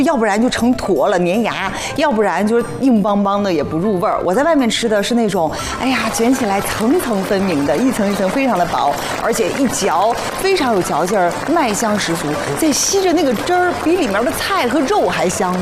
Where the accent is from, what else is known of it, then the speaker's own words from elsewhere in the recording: Northeast China, China; 作为东北人